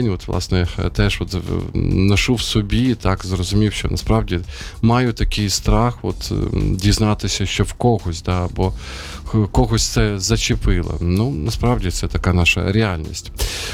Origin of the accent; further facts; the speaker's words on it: Sumy, Sumy Oblast, Ukraine; now in Kyiv, Ukraine; моє рідне місто, Суми